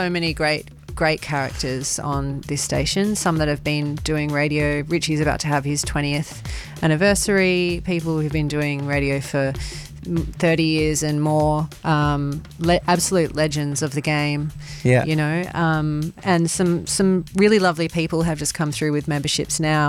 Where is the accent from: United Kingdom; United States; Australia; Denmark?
Australia; Perth, Western Australia; now in Melbourne, Australia; I'm originally from Perth, I came to Melbourne